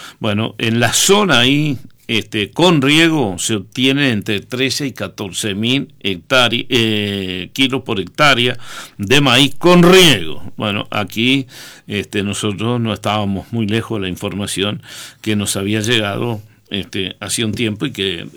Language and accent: Spanish; Uruguay